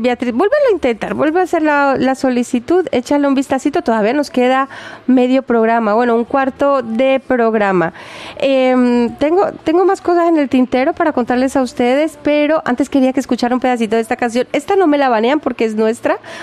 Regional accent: Colombia; Bueno, yo soy colombiana. Yo cuando me interesa soy colombiana.

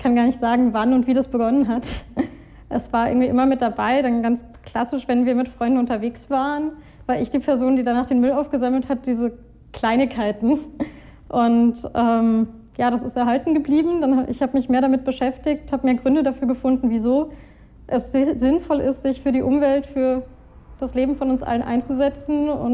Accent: Berlin, Germany; ich bin in Berlin aufgewachsen.

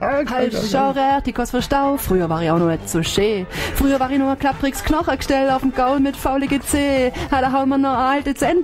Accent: Gönningen, Baden-Württemberg, Germany; Ich komme aus einem Dorf, aus dem Dorf Gönningen, bei Reutlingen, bei Tübingen, genau. Schwäbische Alb, am Fuße von 2 wunderschönen Bergen.

